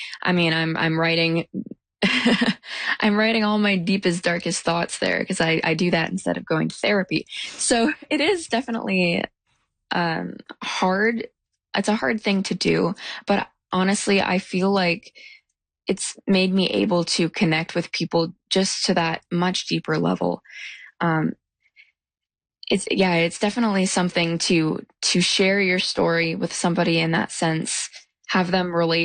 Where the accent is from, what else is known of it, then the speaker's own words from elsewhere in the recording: Huntsville, Ontario, Canada; Well, I mean, I'm born and raised in Huntsville